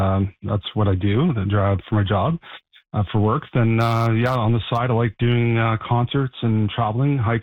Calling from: Sudbury, Ontario, Canada; Hi, I'm calling from Sudbury, Ontario.

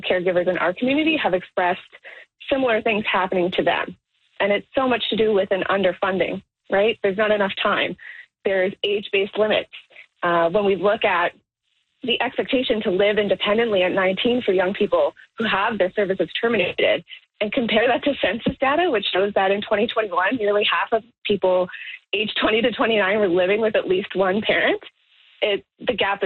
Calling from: Toronto, Ontario, Canada

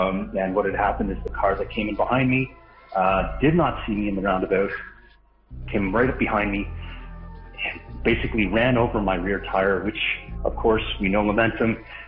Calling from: Charlottetown, Prince Edward Island, Canada; I'm calling from Charlottetown, PEI.

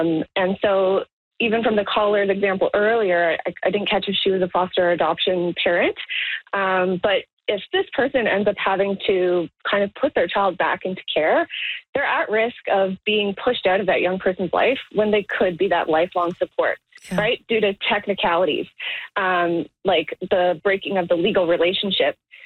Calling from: Toronto, Ontario, Canada

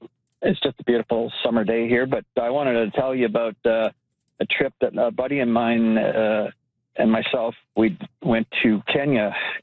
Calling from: Bergen, Alberta, Canada; I'm calling from Bergen, Alberta. Pretty much paradise here.

